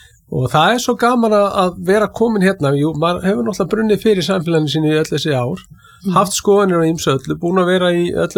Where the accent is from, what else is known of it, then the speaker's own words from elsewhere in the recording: Keflavík, Southern Peninsula, Iceland; nýorðin 50-ur, borinn á Badfætur, Reykjanesbæ.